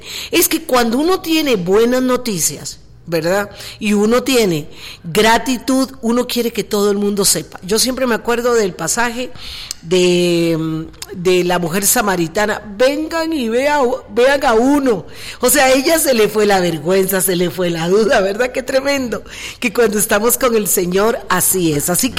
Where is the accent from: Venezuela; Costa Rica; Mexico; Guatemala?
Costa Rica; qué bendición nosotros como costarricenses tener esta libertad.